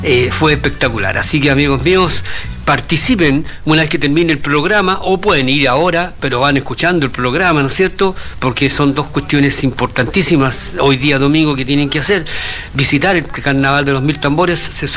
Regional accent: Valparaíso, Chile; amigos míos, somos de Valparaíso, locos, macha y erizo, somos de Valparaíso.

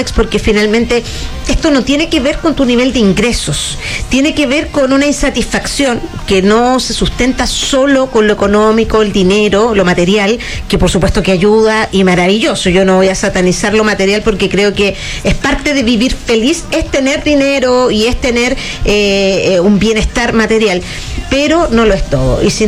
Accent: Chile; como chilenos podemos ir creciendo en este ámbito más cultural

